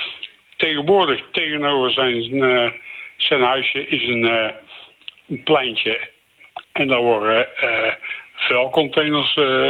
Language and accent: Dutch; Tilburg, North Brabant, Netherlands; Ik kom uit Tilburg.